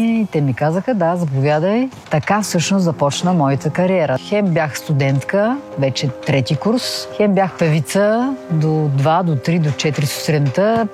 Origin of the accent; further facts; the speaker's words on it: Ruse, Ruse Province, Bulgaria; moved away as an adult; now in Sofia, Bulgaria; В моя роден град Русе, да, до 23 години съм там и след това дойдох в София.